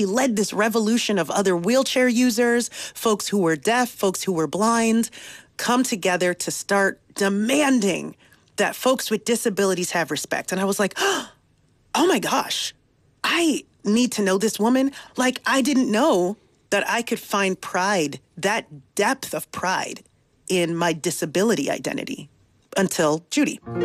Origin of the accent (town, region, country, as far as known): Nigeria; now in New York, United States